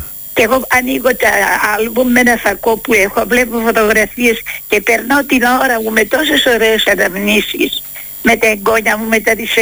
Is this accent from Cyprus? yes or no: no; Istanbul, Turkey; moved away; also born or lived in Tatavla (Kurtuluş), Istanbul; Εγώ είμαι από τη Χαλκιδόνα και κάθισα παντρεμένη στα Τατάβλα.